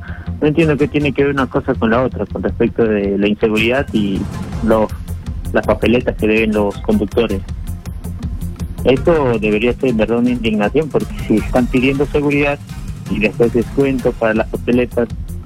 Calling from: Naples, Campania, Italy; llamo de Nápoles, Italia.

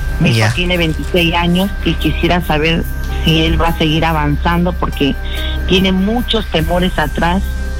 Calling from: Ate, Lima, Peru; De Ate, Mosul.

